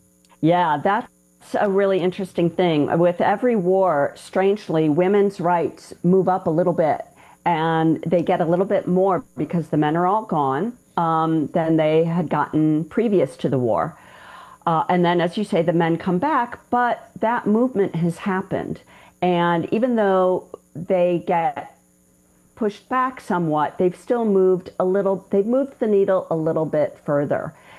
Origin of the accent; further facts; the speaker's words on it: Cleveland, Ohio, United States; moved away as an adult; I grew up in Cleveland, Ohio. Yeah. My dad and my sister still live there. Yeah. And then I went back east to college, as they say.